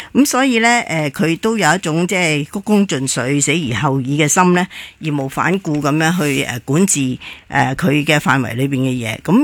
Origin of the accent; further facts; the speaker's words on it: Hong Kong; 我相信我哋香港人最深切嘅咧就系1998年啦